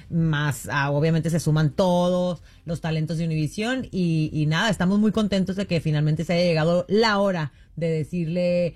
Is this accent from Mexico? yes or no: yes; Mexico; porque desde que yo crecí, crecí en México, y en México el Teletón tiene muchísimos claro. años.